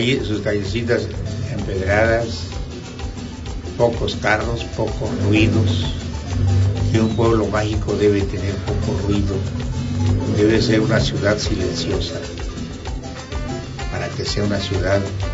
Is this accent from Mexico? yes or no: yes; Simojovel de Allende, Chiapas, Mexico; born there; moved away as an adult; now in Comitán, Mexico; Yo nací en Simojovel de Allende.